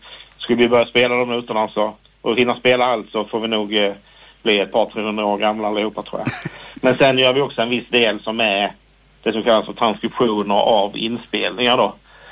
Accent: Kristianstad, Skåne, Sweden; moved away as an adult; Jag kom från Kristianstad från början, den var ganska stark. Sen kom jag till Lund i mitten på 90-talet

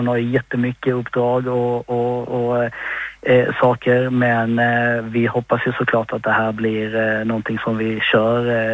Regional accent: Malmö, Skåne, Sweden; now in Stockholm, Sweden; Malmö är min hemstad och det är jättevackert och jättefint. Numera bor jag ju i Stockholm

